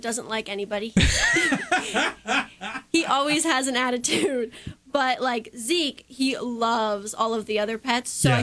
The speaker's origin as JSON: {"language": "English", "town": "Midland", "region": "Michigan", "country": "United States", "tie": "born or raised there", "said": "growing up in Midland, yeah. I mean, I've lived my whole entire life here."}